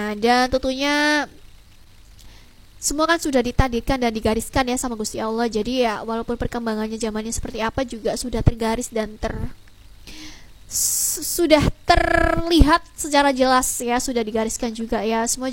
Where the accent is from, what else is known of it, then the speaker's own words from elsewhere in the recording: Lamongan, East Java, Indonesia; walaupun aku orang Lamongan